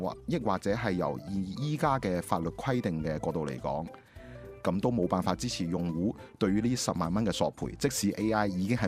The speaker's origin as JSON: {"language": "Cantonese", "region": "Guangdong", "country": "China", "said": "即系我哋广东人讲嘅老作。"}